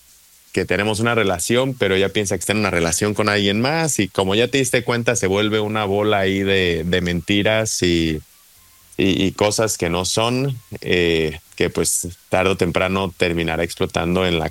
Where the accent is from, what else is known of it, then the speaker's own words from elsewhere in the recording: Mexico; creo que como mexicano uno escucha bastante